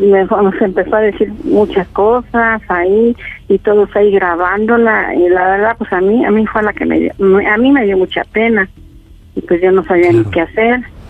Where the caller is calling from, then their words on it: Mexico City, Mexico; Tengo 59 y soy del distrito, de aquí de México.